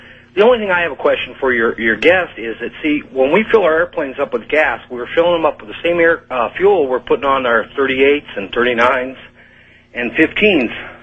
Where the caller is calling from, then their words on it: California, United States; Hi, this is … from California.